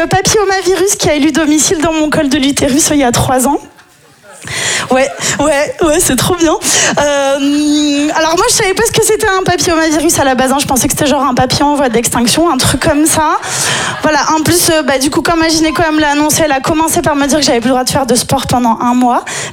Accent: Nice, Provence-Alpes-Côte d'Azur, France; moi, je suis niçoise

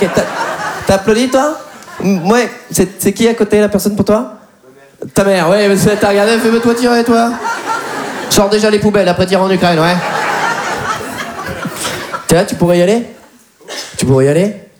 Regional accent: Poitiers, Nouvelle-Aquitaine, France; Je me présente … 29 ans. Moi, je viens de Poitiers.

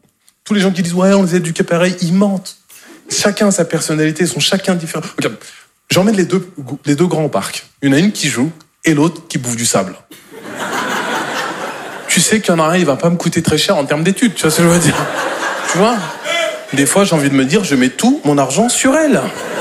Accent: Normandy, France

